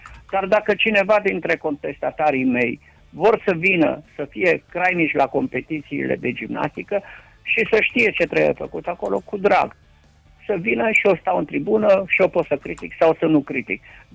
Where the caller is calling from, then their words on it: Romania; a nega faptul că sunt român